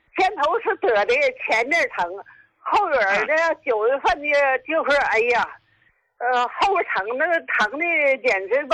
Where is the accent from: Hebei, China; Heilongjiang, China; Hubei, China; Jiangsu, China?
Hebei, China; Qinhuangdao; 秦皇岛的。